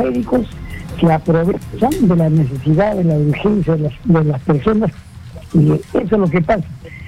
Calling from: Inambari, Madre de Dios, Peru; yo estoy llamando de acá, Inambari, Puerto Maldonado, Madre de Dios.

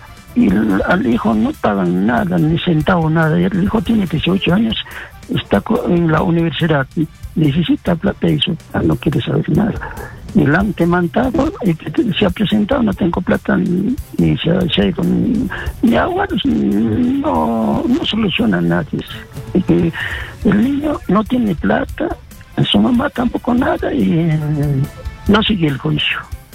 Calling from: Puno, Peru; estoy llamando de Puno.

